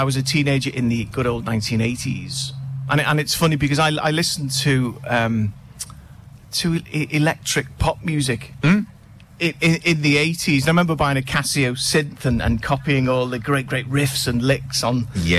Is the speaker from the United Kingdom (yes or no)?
yes; Liverpool, North West England, United Kingdom; now in Australia; I'm from Liverpool, England.